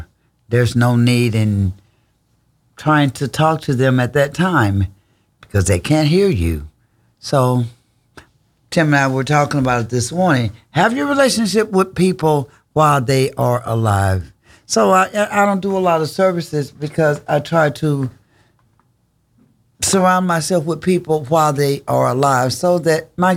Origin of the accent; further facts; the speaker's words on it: United States; I am a American.